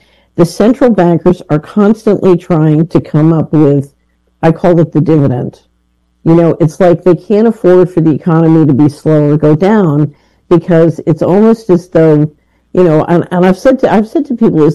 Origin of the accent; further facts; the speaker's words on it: Philadelphia, Pennsylvania, United States; yeah, I grew up in West Philadelphia.